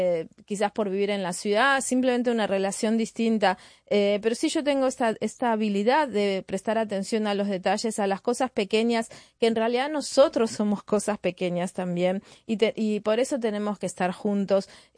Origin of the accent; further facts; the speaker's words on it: French Polynesia; Spanish is a second language; Bueno, yo vengo de Tahití. La relación que tenemos en Tahití con la naturaleza, la verdad, es algo que lo vemos día a día.